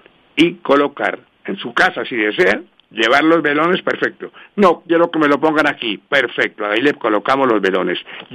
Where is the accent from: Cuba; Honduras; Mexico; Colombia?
Colombia; vamos a dar nuestro voto como buen colombiano, todos